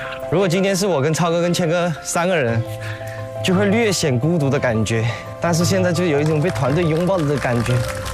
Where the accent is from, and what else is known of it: China